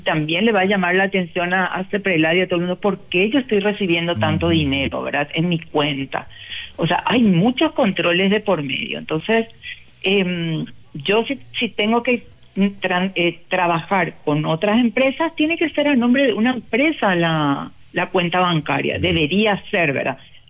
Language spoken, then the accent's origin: Spanish; Asunción, Paraguay; en Asunción nos conocemos todos